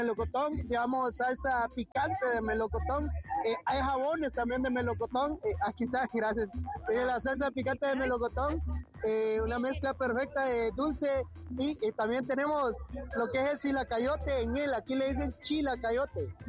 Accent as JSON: {"language": "Spanish", "country": "Honduras"}